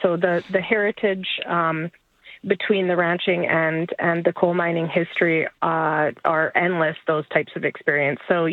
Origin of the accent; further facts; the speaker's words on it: Alberta, Canada; I grew up in Alberta and spent a lot of time sort of, in the Banff, Jaspers and the more northerly parts of the province.